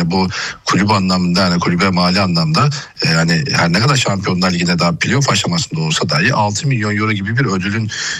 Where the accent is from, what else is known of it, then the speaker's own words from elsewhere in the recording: Bulancak, Giresun, Turkey; benim memleketim Bulancakspor